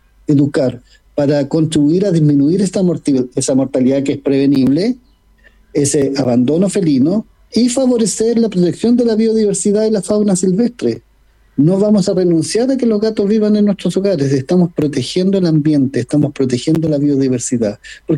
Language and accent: Spanish; Chile